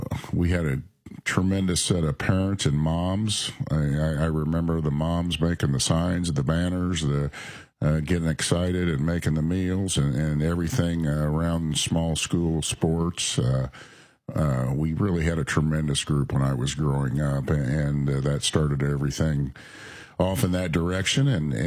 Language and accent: English; Assumption, Illinois, United States; now in Decatur, United States; I'm from Assumption.